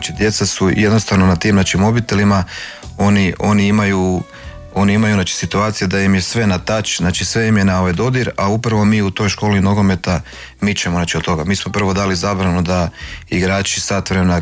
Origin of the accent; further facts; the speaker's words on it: Zagreb, City of Zagreb, Croatia; mi tamo svi inače Rudišani smo ponosni